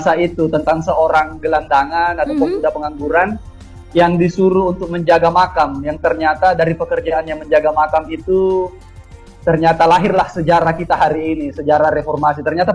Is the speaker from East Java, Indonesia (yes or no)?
yes; Kediri, East Java, Indonesia; Kalau saya dari Kediri, Mbak.